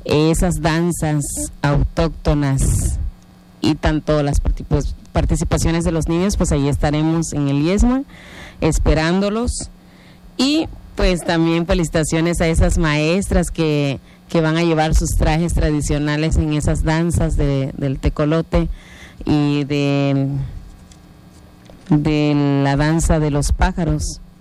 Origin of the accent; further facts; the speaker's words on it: Mexico; lo que nos representa como mexicanos